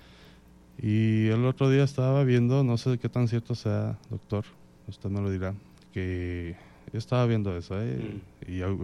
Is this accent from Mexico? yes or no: yes; Mexico; Pero eso es lo principal de cómo nosotros como, digamos, como mexicanos, nos representa eso.